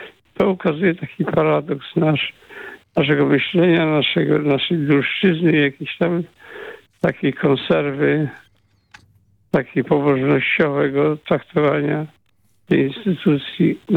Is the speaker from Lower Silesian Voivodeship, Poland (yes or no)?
no; Słupsk, Pomeranian Voivodeship, Poland; bo trochę będę się ocierał o moją małą ojczyznę, o Słupską, o dzielnicę.